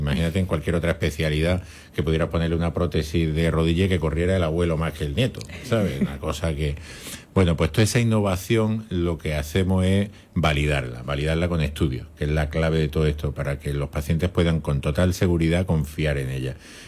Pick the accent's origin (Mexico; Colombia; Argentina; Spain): Spain; Granada, Andalusia; born there; now in Almería, Spain; yo nací en Granada, pero ya me siento un almeriense más, probablemente más almeriense que cualquier almeriense